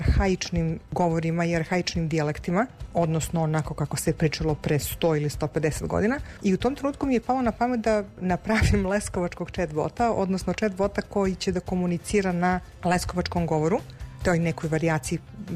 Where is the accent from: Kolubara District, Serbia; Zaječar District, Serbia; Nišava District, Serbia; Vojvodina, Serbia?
Nišava District, Serbia; Niš; moved away as an adult; now in Chicago, United States; Ja sam inače rođena Nišlika, rođena sam i živala u Niš do pre nekih 10 godina kada sam se preselila sa porodicom u Chicago, u Sjedinjene Američke Države.